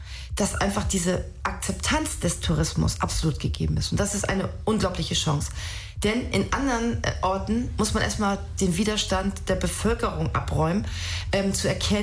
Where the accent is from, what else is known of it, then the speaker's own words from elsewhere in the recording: Schleswig-Holstein, Germany; Also ich bin Holsteiner Dirn, das müssen Sie mir nachsehen. Mit dem Friesisch bin ich nicht versiert.